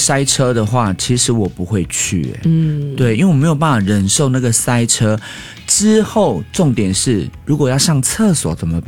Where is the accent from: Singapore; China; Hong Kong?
Singapore; 毕竟我觉得马来西亚还是比我们新加坡这边生活的步调比较慢一点点。